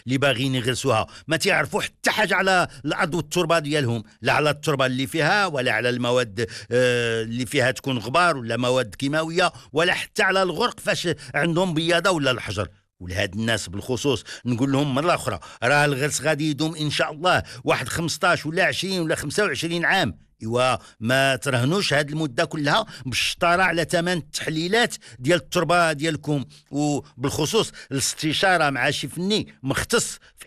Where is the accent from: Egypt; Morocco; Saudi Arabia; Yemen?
Morocco; بلادنا المغرب